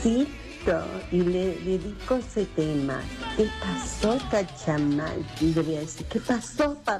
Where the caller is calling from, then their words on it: Capitán Bermúdez, Santa Fe, Argentina; soy de Bermúdez y Rosario siempre está cerca.